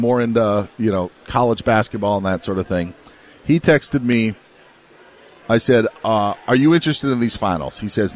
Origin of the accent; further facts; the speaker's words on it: Wisconsin, United States; you know, my home state of Wisconsin